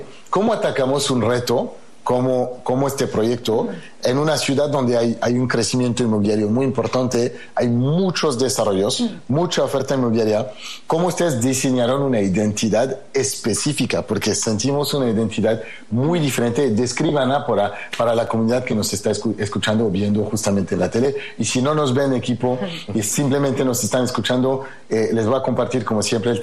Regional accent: Paris, Île-de-France, France; moved away; yo soy francés de París y para ir a la playa pues era una expedición

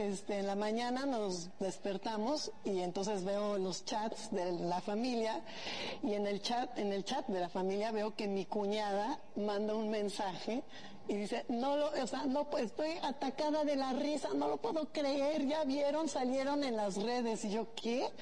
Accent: Mexico; Sí, somos mexicanos 100%.

